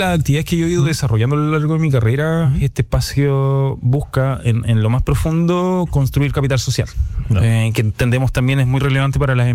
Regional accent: Ñuble, Chile; now in Concepción, Chile; cuando yo estaba estudiando en Chillán, soy de Ñuble

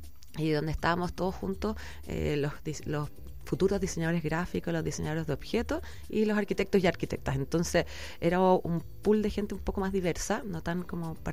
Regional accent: Melipilla, Santiago Metropolitan, Chile; Yo soy de Melipilla, del campo.

